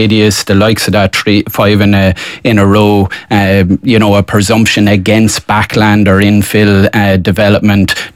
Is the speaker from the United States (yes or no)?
no; Waterford, Munster, Ireland; I'm a constituency TD as well as minister. I'm from Waterford City.